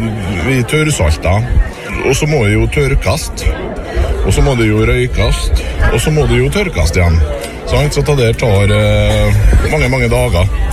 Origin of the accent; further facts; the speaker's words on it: Møre og Romsdal, Norway; Vi er fra Averøya, fra, kommer fra Langøya.